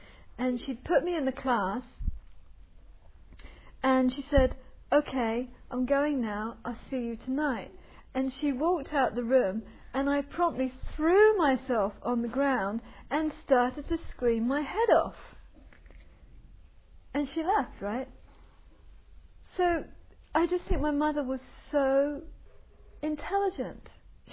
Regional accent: England, United Kingdom

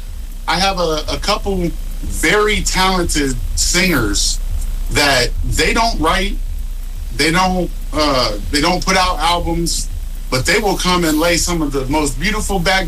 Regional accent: Mansfield, Ohio, United States; Mansfield, Ohio, which is my hometown.

